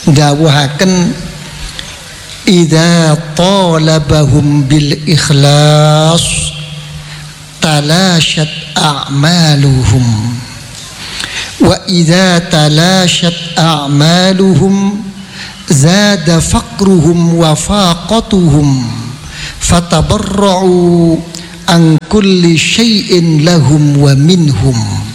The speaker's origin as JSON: {"language": "Javanese", "region": "Java", "country": "Indonesia", "said": "Pun faham napa mboten dereng pancen bahasa Arab sampeyan kali kula wong Jawa niku."}